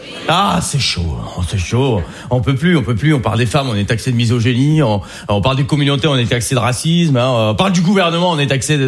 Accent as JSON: {"language": "French", "country": "Algeria", "said": "Je suis algérien."}